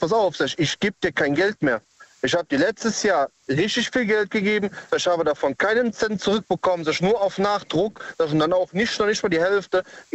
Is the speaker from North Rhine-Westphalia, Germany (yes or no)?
yes; Cologne, North Rhine-Westphalia, Germany; Aus Köln.